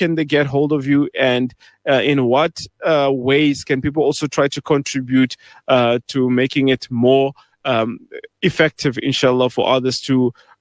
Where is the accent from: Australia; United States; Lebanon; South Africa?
South Africa; Pretoria, Gauteng; now in Johannesburg, South Africa; I mean, originally I'm from Pretoria myself, studied